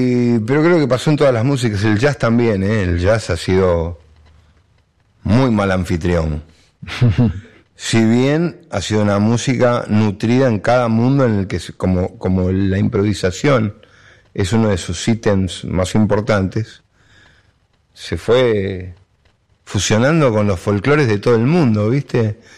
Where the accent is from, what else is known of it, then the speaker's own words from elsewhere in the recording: El Palomar, Buenos Aires Province, Argentina; Yo soy de Palomar y mi viejo tocaba jazz y daba clases. Tampoco, viste, soy del oeste.